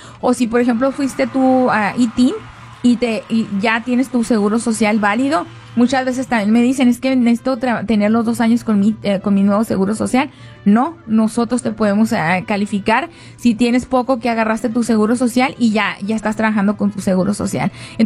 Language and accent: Spanish; Chihuahua, Mexico; moved away as an adult; also born or lived in Santa Fe, New Mexico; now in United States; Entonces yo vengo de Chihuahua, yo estudié una carrera, yo soy ingeniero civil.